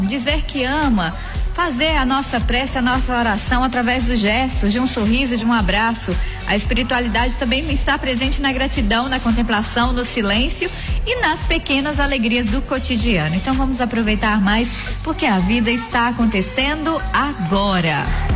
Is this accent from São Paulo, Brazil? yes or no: no; Caculé, Bahia, Brazil; pro pessoal de Caculé, minha terra querida.